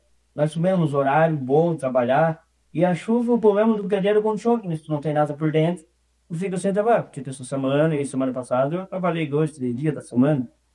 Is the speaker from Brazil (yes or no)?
yes; Turvo, Santa Catarina, Brazil; born there; also born or lived in Lauro Müller; Me criei aqui, cresci aqui em Turvo. Transferi meu título para cá.